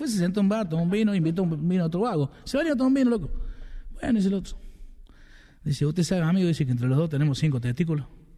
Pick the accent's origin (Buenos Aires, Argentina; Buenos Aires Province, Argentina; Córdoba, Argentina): Córdoba, Argentina; San Francisco; Yo soy de San Francisco, ¿no? No California, acá. Mandaba Santa Fe. Hincha de Sportivo, era en San Francisco.